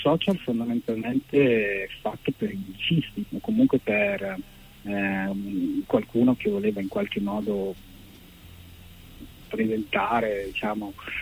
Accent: Milan, Lombardy, Italy; born there; L'Italia, sono nato a Milano.

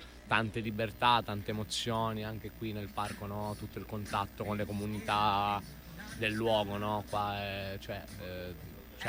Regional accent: Catania, Sicily, Italy; Io sono catanese

